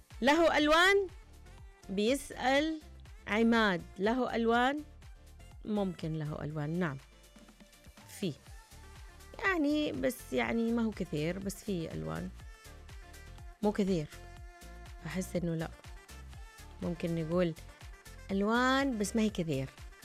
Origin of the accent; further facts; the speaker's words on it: Mecca, Makkah Province, Saudi Arabia; طيب عبير، الله بنت مكة، انا كمان بنت مكة